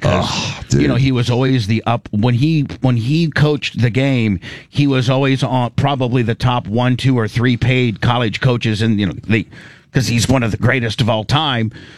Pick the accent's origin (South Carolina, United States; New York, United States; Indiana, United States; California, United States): Indiana, United States; Warsaw; moved away; I'm from Warsaw.